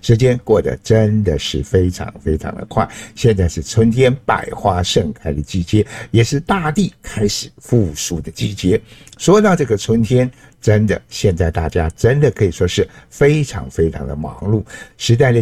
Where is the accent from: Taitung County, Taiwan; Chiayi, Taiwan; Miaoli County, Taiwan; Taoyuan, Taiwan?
Miaoli County, Taiwan; 其实就在我小时候的时候，我老家住在苗栗县南庄乡蓬莱村的巴卡山部落，我要上小学或者我要到山下来买东西都是要用走路的